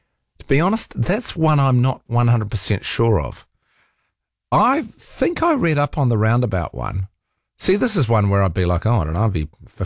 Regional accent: Rotorua, Bay of Plenty, New Zealand; now in Auckland, New Zealand; For an Aucklander, I mean, I grew up in Rotorua where we used to have some bitter frosts.

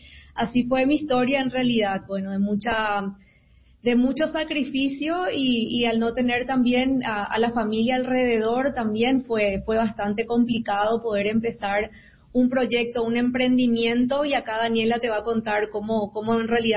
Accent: Venezuela; moved away as an adult; now in United States; la situación política en mi país, Venezuela, me hizo migrar y llegar a Estados Unidos con 3 niños menores de edad

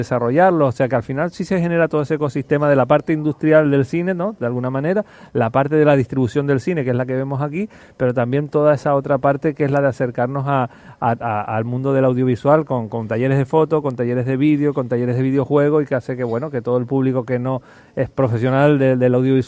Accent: Canary Islands, Spain; sobre todo en un territorio como el nuestro, como Canarias

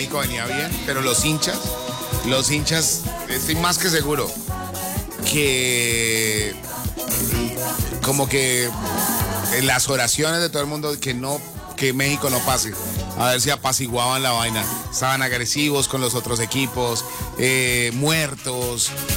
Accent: Colombia; que celebremos como colombianos

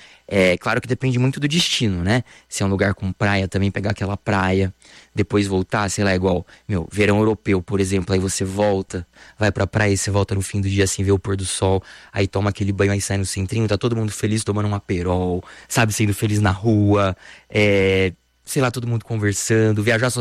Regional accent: Brazil; now in abroad; Aí, Brasil, gente, isso me abre muita porta, muita.

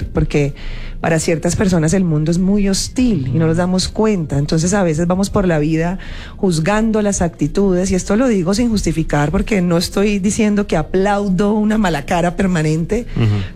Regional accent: Cali, Valle del Cauca, Colombia; now in Bogotá, Colombia

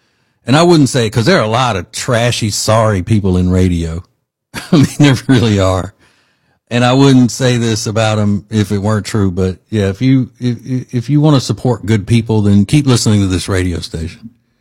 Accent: Louisiana, United States; now in Charlotte, United States; Louisiana is my home state. I live in Charlotte, have for about 26, 27 years, but I grew up in Louisiana.

